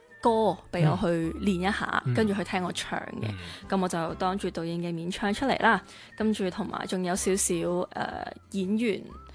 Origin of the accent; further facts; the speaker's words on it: Macau; 因为佢是邓家人，但系都是澳门人啊嘛，咁我都是澳门人